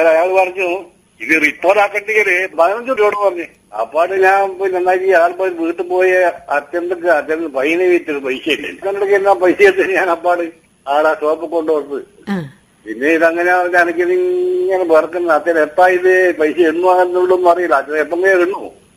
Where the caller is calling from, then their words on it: Kerala, India; ഞാൻ വമ്പടിയിൽ നിന്നാണോ?